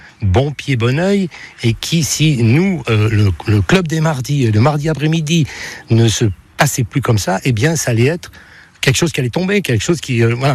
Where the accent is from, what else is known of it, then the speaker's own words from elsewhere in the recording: La Mure, Auvergne-Rhône-Alpes, France; also born or lived in Grenoble area; now in Beaumont (Isère), France; je suis plutôt natif de la Mure